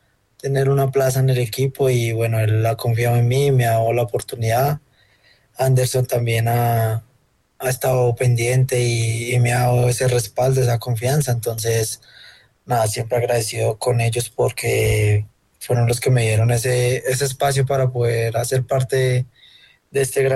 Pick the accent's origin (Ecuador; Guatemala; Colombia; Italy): Colombia; Bogotá; ciclista colombiano de Bogotá. Tengo 24 años.